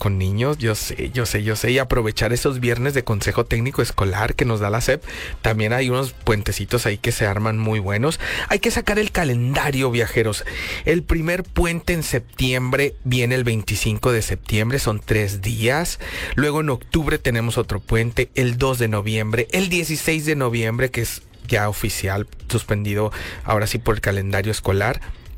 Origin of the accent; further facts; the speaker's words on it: Mexico; nosotros los mexicanos nos pintamos solitos.